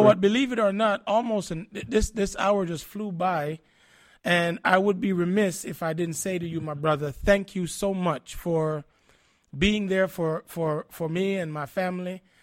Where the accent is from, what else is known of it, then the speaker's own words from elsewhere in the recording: Jamaica; moved away; as one politician I heard in my home country, Jamaica